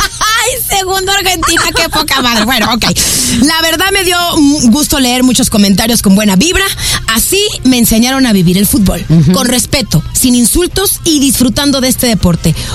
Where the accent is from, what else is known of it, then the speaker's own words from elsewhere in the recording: Mexico; es como somos los mexicanos, ¿verdad?